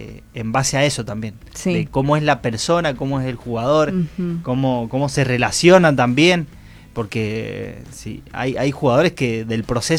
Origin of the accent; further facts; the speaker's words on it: San Rafael, Mendoza, Argentina; el San Rafaelino siempre se caracterizó por ser deportista neto.